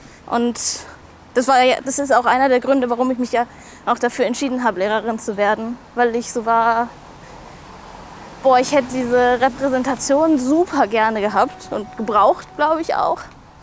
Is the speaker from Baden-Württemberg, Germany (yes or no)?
no; Dessau, Saxony-Anhalt, Germany; now in Halle, Germany; ich bin Teil von der Jugendstil-Jury, wohne in Halle, studiere hier auch Kunst und Englisch auf Lehramt und bin ursprünglich aus Dessau.